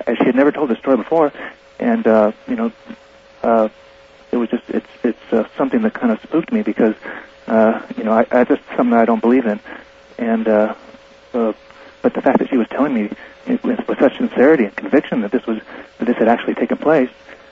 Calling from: San Diego, California, United States; I'm calling from San Diego.

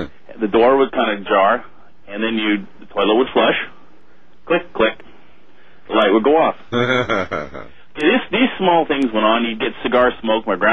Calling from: Sacramento, California, United States; Oh, I'm fine. I'm calling from Sacramento.

